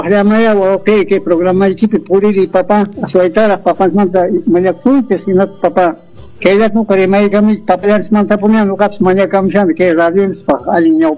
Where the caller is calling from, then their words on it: Peru; Yo te llamo de aquí, del Valle Guayabero, de Tupac Amaru